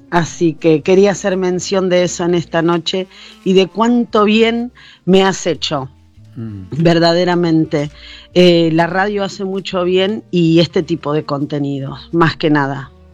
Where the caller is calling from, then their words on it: Argentina; soy bien argentina